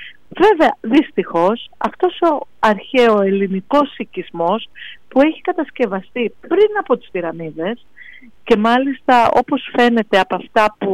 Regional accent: Peloponnese, Greece; moved away; Επειδή είμαι από τη Λακωνία, πάντα έλεγα ότι αυτό το νησί είναι δίπλα μας, με αυτή τη λογική, όταν ήμουν μικρή, ας πούμε, και έμενα εδώ.

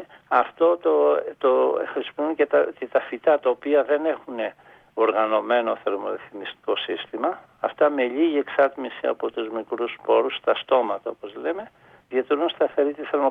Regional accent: Kalamata, Peloponnese, Greece; εγώ είμαι από την Καλαμάτα και όταν ήμουν μικρός

